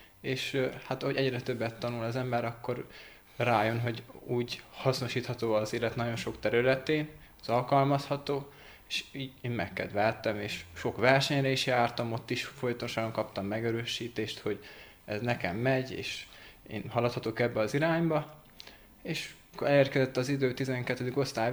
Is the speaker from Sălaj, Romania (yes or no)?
yes; Sălaj, Romania; now in Cluj-Napoca, Romania; Én Szilágy megyéből kerültem ide Kolozsvárra. Matematikát tanulni jöttem fel